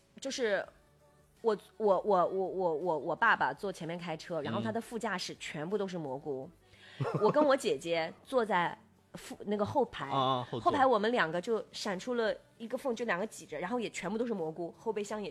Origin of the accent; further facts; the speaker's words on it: Inner Mongolia, China; 因为我是内蒙古人嘛，